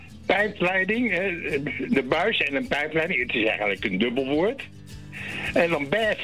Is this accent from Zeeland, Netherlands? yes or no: no; The Hague, South Holland, Netherlands; born there; Ik ben wel geboren in de Schilderswijk. Sorry, de platte Schilderswijk. Want je hebt 2 Schilderswijken in Den Haag.